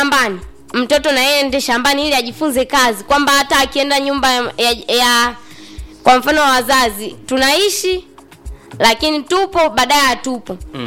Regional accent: Kilogota, Tanzania; Natokea kata ya Kilogota.

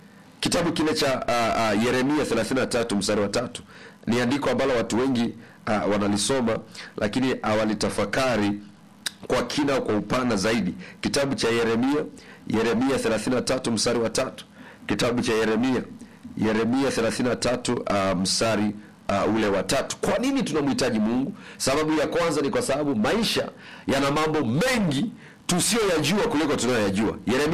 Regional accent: Kiteto, Manyara, Tanzania; Natoka wilaya ya Kiteto mkoa wa Manyara.

